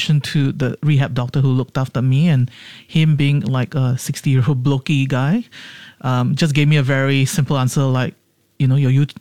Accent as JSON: {"language": "English", "country": "Singapore", "tie": "born or raised there", "said": "because I grew up in Singapore, you know, I mean, this is what gets us through in Singapore."}